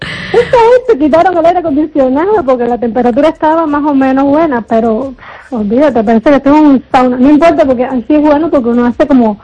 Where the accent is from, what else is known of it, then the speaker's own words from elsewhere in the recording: Cuba; now in Spain; Yo recuerdo haber escrito con mi familia en las amistades después que me fui de Cuba, 30 años y pico de estar